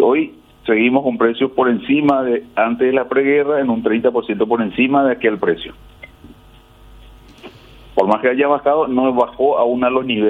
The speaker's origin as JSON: {"language": "Spanish", "country": "Paraguay"}